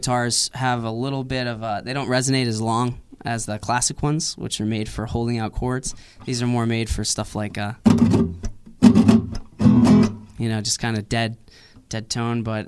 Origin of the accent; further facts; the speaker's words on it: Pennsylvania, United States; also born or lived in Long Island, New York; I grew up in Western Pennsylvania. I was born in Long Island. My parents are from all around the world, so I do a lot of traveling as well.